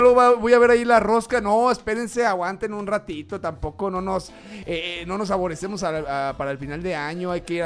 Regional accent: Mexico; Soy mexicano

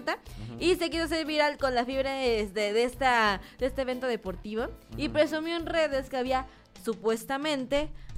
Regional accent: Mexico

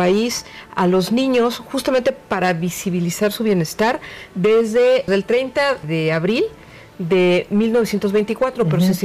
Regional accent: Mexico; aquí nosotros como mexicanos fuimos más avanzados.

